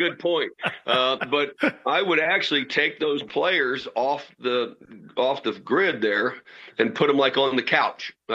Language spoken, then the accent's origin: English; St. Charles, Missouri, United States; born or raised there